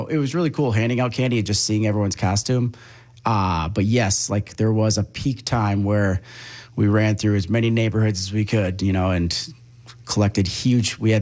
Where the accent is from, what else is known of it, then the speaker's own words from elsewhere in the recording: Beaver Dam, United States; I've born and raised in Beaverdam.